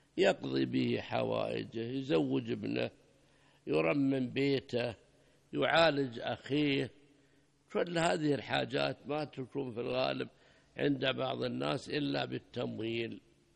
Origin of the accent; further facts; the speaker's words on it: Saudi Arabia; الريال السعودي معتبر عندنا في المملكة العربية السعودية في الزكاة بالريال الفضي،